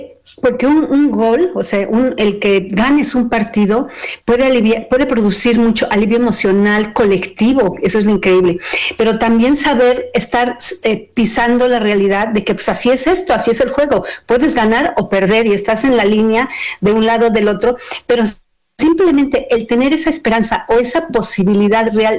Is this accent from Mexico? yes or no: yes; Mexico; todos como mexicanos lo estamos viviendo